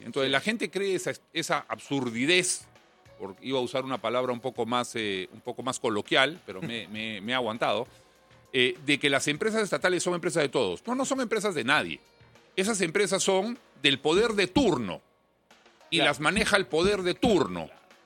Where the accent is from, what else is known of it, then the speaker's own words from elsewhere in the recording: Arequipa, Peru; mi tierra, Arequipa.